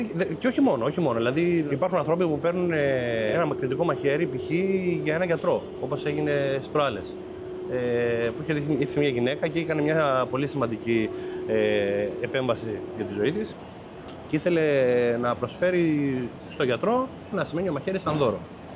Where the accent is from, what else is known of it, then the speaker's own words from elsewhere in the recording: Chania, Crete, Greece; born there; Εδώ, Χανιά.